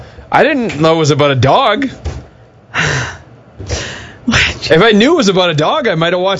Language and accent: English; Vancouver, British Columbia, Canada; growing up in Vancouver.